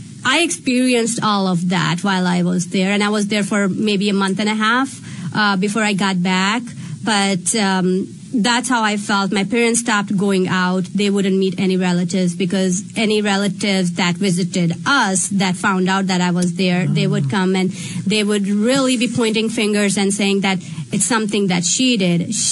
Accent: Pakistan; moved away as an adult; now in United States; I grew up in Islamic Republic on Pakistan.

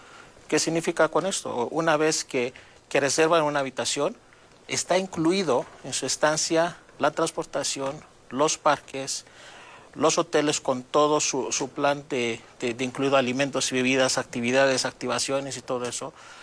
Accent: Cyprus; now in Mexico; Soy originaria de la isla de Chipre.

